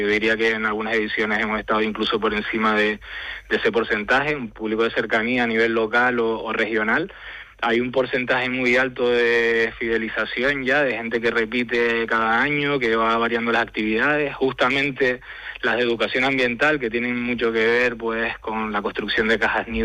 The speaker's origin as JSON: {"language": "Spanish", "town": "Tegueste", "region": "Canary Islands", "country": "Spain", "said": "Somos de Tegueste, estamos dentro de la reserva de la biosfera de Anaga"}